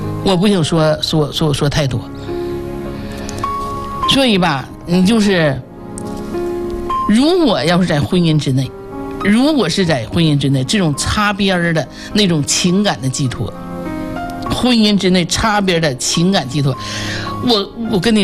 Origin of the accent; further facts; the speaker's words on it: Jinzhou, Liaoning, China; accent: Jinzhou; 我说话呢就锦州口音是比较重的